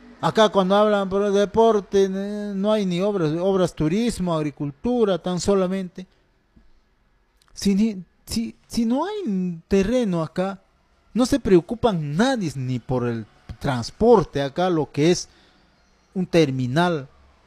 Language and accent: Spanish; Ricrán district, Junín, Peru; now in Pichanaki, Peru; En estos días he podido estar por mi pueblo natal, distrito de Ricrán